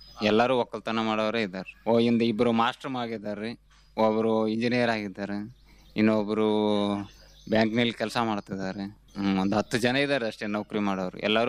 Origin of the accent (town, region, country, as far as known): Muranpur, Karnataka, India